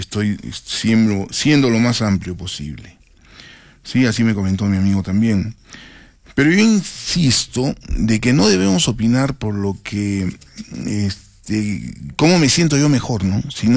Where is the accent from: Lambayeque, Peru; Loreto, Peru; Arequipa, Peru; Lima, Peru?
Arequipa, Peru; Muy bien, estoy hablando como arequipeño, ¿no? Lo que debemos, más bien, nosotros como arequipeños, es tratar de conservar, pues, los parques, las plazas, ¿no?